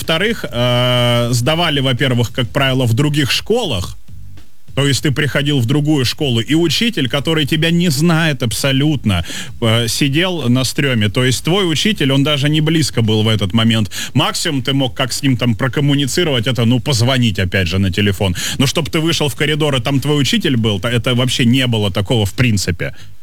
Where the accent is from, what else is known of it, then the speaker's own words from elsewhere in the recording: Saint Petersburg, Russia; Я же из Питера